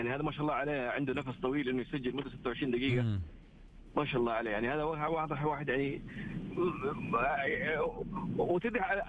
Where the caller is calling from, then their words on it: Riyadh, Riyadh Province, Saudi Arabia; انا من الرياض